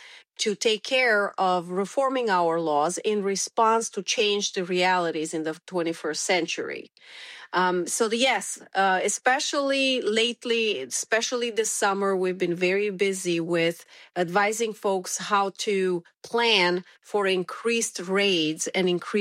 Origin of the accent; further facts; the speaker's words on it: Romania; first language Romanian; English is a second language; now in Connecticut, United States; English and Romanian, my native language. I am originally from Romania, and I currently serve as an honorary consul of Romania to Connecticut.